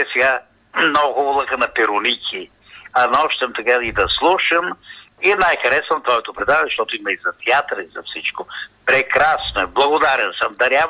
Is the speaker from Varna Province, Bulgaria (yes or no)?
yes; Varna, Varna Province, Bulgaria; also born or lived in Dalgopol / Sofia; аз съм роден в Дългопол до Варна, но пък съм израсъл и съм живял тук преди, но даже сега съм там в момента, зимата съм повече в София. Значи аз се движа между София, Варна и Дългопол